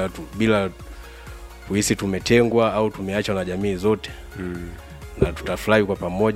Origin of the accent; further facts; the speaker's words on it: Kitwiru, Iringa, Tanzania; Ni msemaji wa timu ya Wakushi si central natokea Kitwiru.